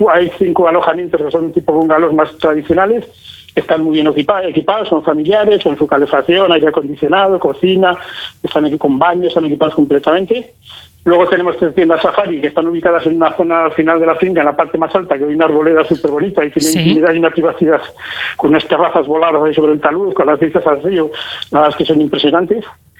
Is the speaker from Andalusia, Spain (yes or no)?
no; Pradoluengo, Castile and León, Spain; Somos de aquí, del pueblo natal, somos de Natales de Pradoluengo